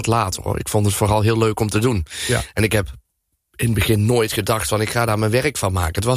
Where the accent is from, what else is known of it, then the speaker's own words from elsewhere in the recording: Tiel, Gelderland, Netherlands; born there; de stad waar ik geboren ben.